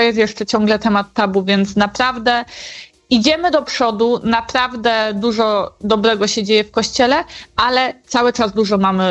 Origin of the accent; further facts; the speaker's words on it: Rybnik, Silesian Voivodeship, Poland; Ja się wychowywałam w zasadzie kawałeczek od szpitala psychiatrycznego w Rybniku